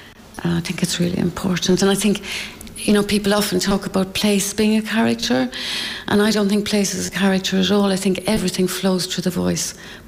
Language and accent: English; Cork, Munster, Ireland; accent: Cork; moved away as an adult; now in London, United Kingdom; my Cork accent